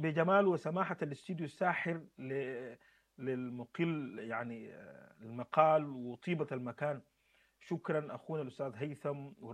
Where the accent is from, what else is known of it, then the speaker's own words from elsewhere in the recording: Sudan; دي حاجتنا كسودانيين